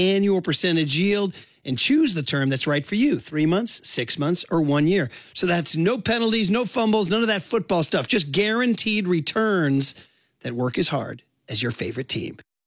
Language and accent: English; San Francisco, California, United States; moved away as an adult; now in Walnut Creek, United States; I grew up in the Avenues. You know, I grew up in the Sunset.